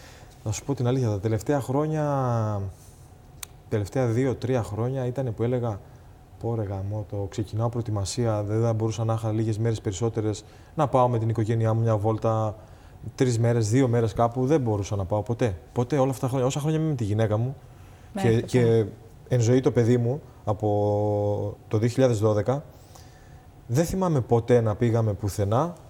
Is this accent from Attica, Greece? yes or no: no; Alikarnassos, Crete, Greece; Είμαι από την Αλικαράνσο, εκεί ξεκίνησα, εκεί μεγάλωσα.